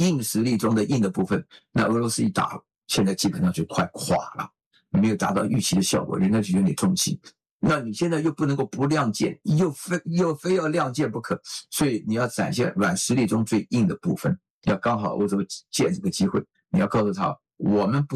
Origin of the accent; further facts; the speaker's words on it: China; 我觉得我们中国人有一点